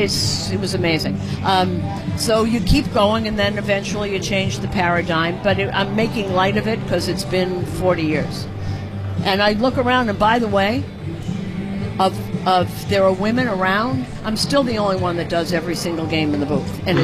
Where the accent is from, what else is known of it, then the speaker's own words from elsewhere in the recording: Boston, Massachusetts, United States; I grew up in the 50s. There were no girls on television talking. I grew up in Boston, obviously you can tell. In Boston, it was not a big deal.